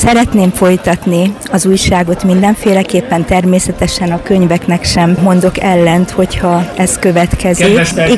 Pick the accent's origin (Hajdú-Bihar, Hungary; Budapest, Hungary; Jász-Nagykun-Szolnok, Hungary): Jász-Nagykun-Szolnok, Hungary; Jászboldogháza; a szülőfalumtól kaptam, és igazából születésemtől itt élek